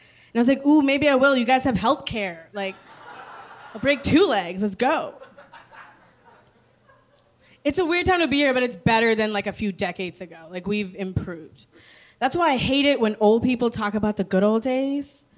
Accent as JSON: {"language": "English", "country": "United States", "said": "There's a lot of violence going on right now in the country that I'm from. I am from America. From here."}